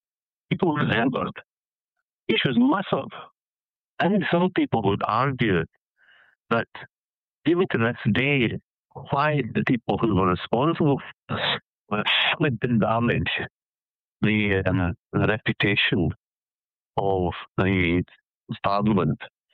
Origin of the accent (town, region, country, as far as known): Scotland, United Kingdom